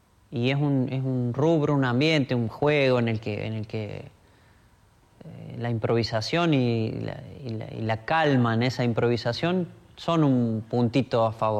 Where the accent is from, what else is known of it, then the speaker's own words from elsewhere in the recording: Argentina; Bueno, gracias a Dios, somos argentinos y hay muchos jugadores buenos.